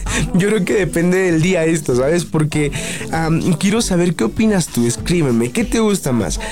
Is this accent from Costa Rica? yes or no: no; Tenango de Doria, Hidalgo, Mexico; born there; me acaban de regalar un café mis padres muy rico que viene del pueblo donde yo nací, que es Tenango de Dori Hidalgo.